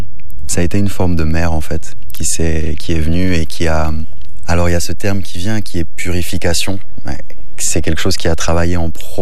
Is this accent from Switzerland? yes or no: yes; Switzerland; born there; Mais disons que pour mes parents, ça a été très difficile dans le fait que je suis né en Suisse.